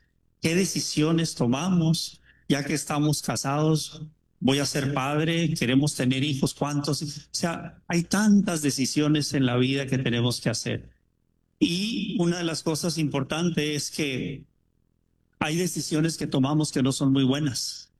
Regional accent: Tijuana, Baja California, Mexico; now in San Diego, United States; Tuve un amigo que dejó de ser católico, que crecimos juntos en Tijuana y ya vivíamos en San Diego

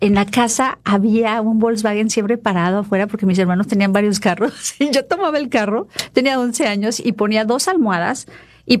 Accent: Guadalajara, Jalisco, Mexico; nosotros somos de Guadalajara y vivíamos a la vuelta del Seminario Mayor en Chapalita y Jardines del Bosque.

